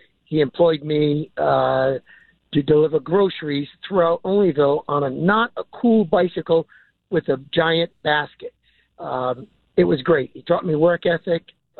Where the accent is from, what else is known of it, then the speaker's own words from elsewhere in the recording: Providence, Rhode Island, United States; we grew up in the Manton Projects. We swam in the Winnesquatucket River almost daily.